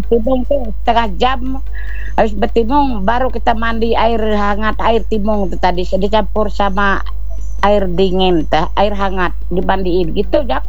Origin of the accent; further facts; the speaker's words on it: Kalimantan, Indonesia; kami sama anakku saling sering bertimung, bilang kami Dayak itu dah, Mbak.